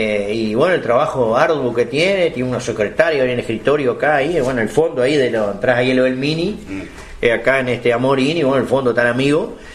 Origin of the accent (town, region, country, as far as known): Salto, Uruguay